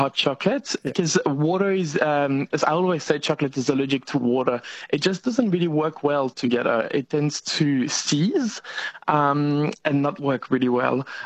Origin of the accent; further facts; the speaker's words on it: France; Probably as a kid, you know, growing up in France, you kind of have to love hot chocolates, don't you?